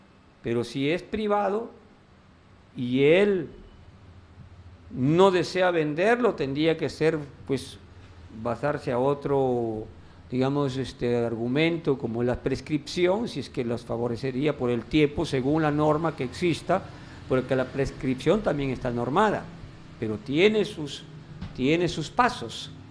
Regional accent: Tambogrande, Piura, Peru

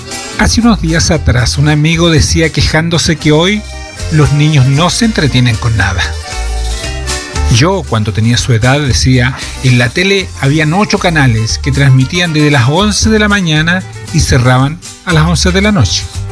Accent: Graneros, O'Higgins, Chile; cuando yo era niño, no había televisión y casi no había radio, pues yo me crié en la Compañía Alta

